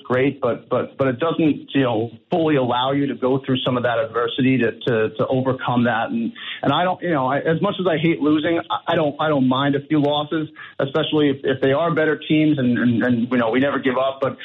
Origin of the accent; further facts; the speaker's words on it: Long Island, New York, United States; moved away as an adult; also born or lived in Syracuse; now in South Florida, United States; I'm born and raised in Long Island, and I played at Syracuse